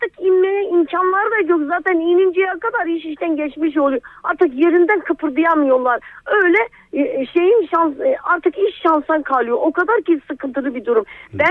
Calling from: Malatya, Turkey; Evet Malatya'dan arıyorum.

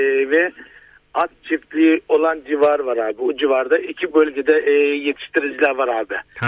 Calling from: Safranbolu, Karabük, Turkey; Ben Safranbolu'dan arıyorum

